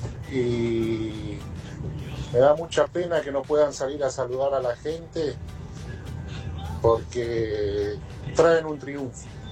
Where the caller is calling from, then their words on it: Moreno, Buenos Aires Province, Argentina; de Moreno, chofer de la app